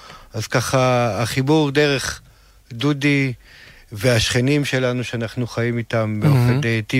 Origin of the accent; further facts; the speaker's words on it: Mitzpe Ramon, Southern District, Israel; אני מחובר למדבר. גדלתי במצפה רמון, אז זה הסביבה הטבעית.